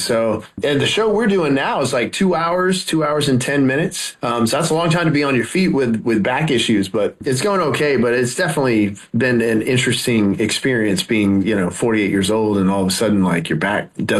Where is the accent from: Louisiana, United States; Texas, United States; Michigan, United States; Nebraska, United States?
Louisiana, United States; also born or lived in California; now in Tennessee, United States; I lived in California for 22 years. And it was just kind of time to experience something different. And I'm from Louisiana. So like being closer to the South is more, it's more like natural for me, you know, because it's where I grew up.